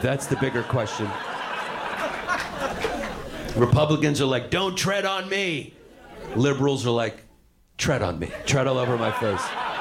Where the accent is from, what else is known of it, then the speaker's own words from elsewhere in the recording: New York City, New York, United States; moved away as an adult; I grew up in Brooklyn, New York my whole life, you know? Grew up very liberal, left-wing. My mother was a human rights lawyer, and now I live in this like well-to-do country town, small town.